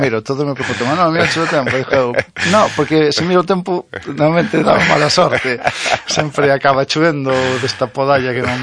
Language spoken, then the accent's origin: Galician; Couto, Galicia, Spain; porque, bueno, son do Couto, para que non o sepa, e na asociación do Couto, pues, sempre houve, bueno, clases de tradi. E eu nacín con eso, cando tiña 6, 7 anos xa empecé a tocar.